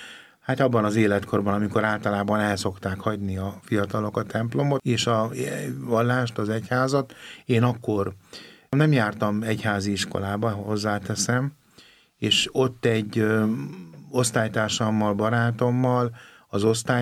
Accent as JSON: {"language": "Hungarian", "town": "Gyöngyös", "region": "Heves", "country": "Hungary", "tie": "born or raised there", "said": "És utána tanítottam egy általános iskolában is, Gyöngyöspatán, ami Gyöngyös a szülővárosomtól nem messze"}